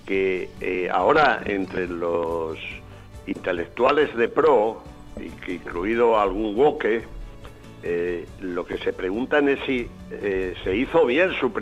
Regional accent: Villanueva de Gumiel, Castile and León, Spain; born there; de Villanueva de Gumiel, que es mi pueblo.

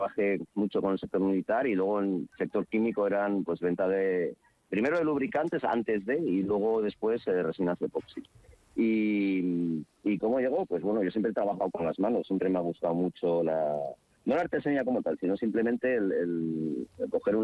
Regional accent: Madrid, Community of Madrid, Spain; born there; moved away as an adult; now in Asturias, Spain; Yo nacido en Madrid, padres los dos alemanes, colegio alemán.

